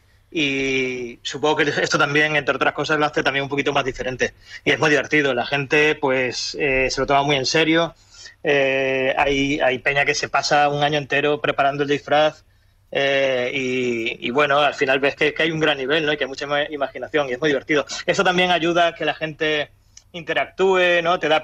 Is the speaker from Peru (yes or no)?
no; Málaga, Andalusia, Spain; nosotros para empezar somos malagueños